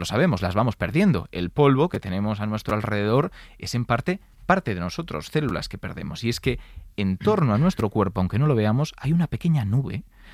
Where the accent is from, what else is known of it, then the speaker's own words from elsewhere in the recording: Galicia, Spain; Yo es que soy gallego, ¿eh?